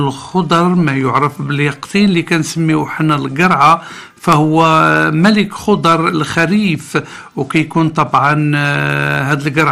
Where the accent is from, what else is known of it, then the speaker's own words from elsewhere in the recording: Morocco; بلادنا المغرب